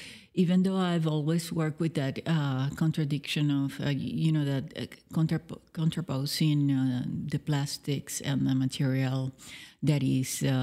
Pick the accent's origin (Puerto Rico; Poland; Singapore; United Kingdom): Puerto Rico; moved away as an adult; also born or lived in New York; I was born in Puerto Rico and I lived there until my 20s, 25, 26, when I decided to move to New York